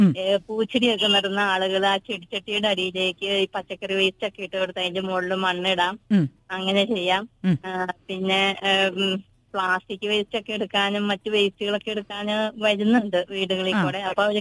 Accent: Murickassery, Kerala, India; born there; now in Ernakulam, India

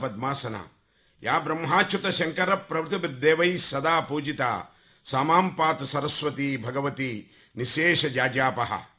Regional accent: Tekupalli, Andhra Pradesh, India; also born or lived in Pedakallepalli / Machilipatnam; ముఖ్యంగా నేను పుట్టింది కృష్ణా జిల్లా టేకుపల్లి అనేటువంటి గ్రామంలో పుట్టాను.

